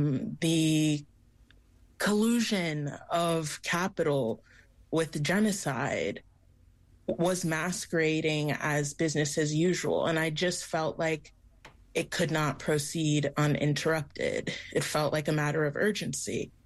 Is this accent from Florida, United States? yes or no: no; Houston, Texas, United States; So I guess a little bit about myself. I grew up in Houston, Texas